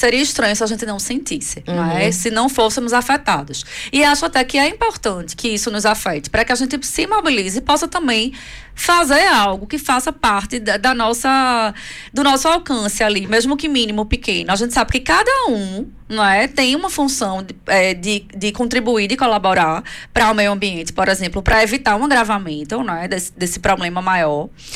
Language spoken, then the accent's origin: Portuguese; Recife, Pernambuco, Brazil; now in Portugal; a minha cidade natal, que é Recife, né? Que é no litoral.